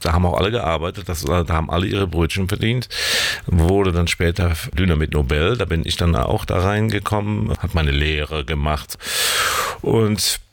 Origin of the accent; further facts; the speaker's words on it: Niederkassel, North Rhine-Westphalia, Germany; ich komme ja aus dem Dorf, dörflicher geht es nicht, aus Niederkassel-Lülsdorf. Und da gab es die Raffinerie aus Wesseling, die war auf der anderen Rheinseite. Also ganz klar, vom Rhein komme ich.